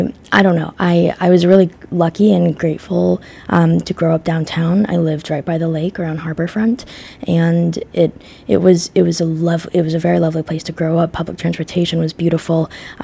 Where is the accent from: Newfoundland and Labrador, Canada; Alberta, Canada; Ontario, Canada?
Ontario, Canada; Toronto; moved away as an adult; I grew up in Toronto